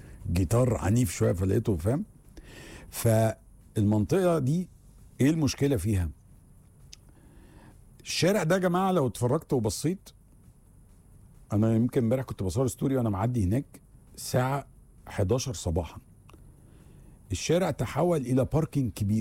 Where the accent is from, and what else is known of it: Egypt